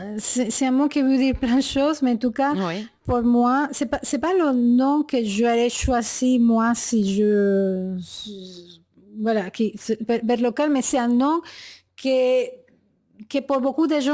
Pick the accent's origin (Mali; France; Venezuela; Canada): Venezuela; moved away; Et je viens des Indiens guajiros. Du Venezuela.